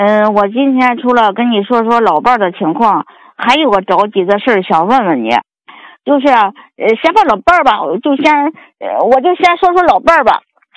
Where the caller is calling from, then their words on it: Gucheng County, Hebei, China; 我是河北固城县的。